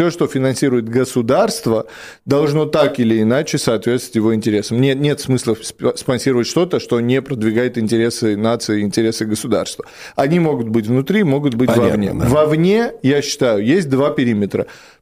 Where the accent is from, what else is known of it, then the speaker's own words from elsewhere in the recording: Moscow, Russia; also born or lived in Europe; Я жил и в Европе, и обожаю мой родной город Москву.